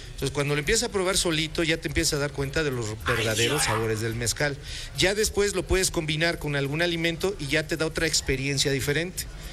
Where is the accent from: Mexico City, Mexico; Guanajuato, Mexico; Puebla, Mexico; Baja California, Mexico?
Puebla, Mexico; todos los que pertenecemos a la familia mezcalera poblana